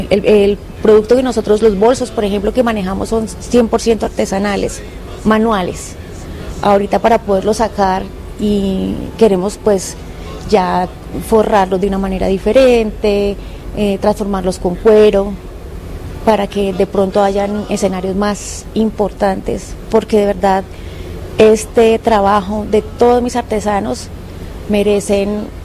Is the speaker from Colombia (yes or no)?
yes; Colombia; para mostrar la verdadera cara de lo que somos los, de quiénes somos los colombianos.